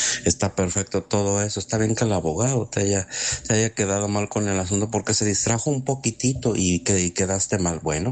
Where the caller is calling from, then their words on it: Mexico; Por eso estamos mal como mexicanos.